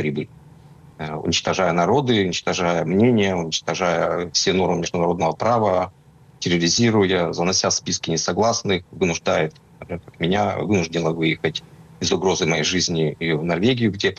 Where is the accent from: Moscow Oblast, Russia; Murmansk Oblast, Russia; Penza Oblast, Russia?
Murmansk Oblast, Russia